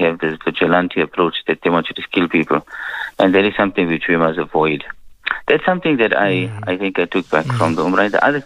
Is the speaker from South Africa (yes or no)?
yes; South Africa; It's the only citizenship that we hold. I mean, we are South African. And we say it with pride, you know.